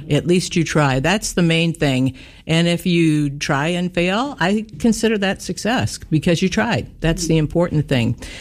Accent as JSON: {"language": "English", "town": "Hudsonville", "region": "Michigan", "country": "United States", "tie": "born or raised there", "said": "Hudsonville, my hometown, year two for them."}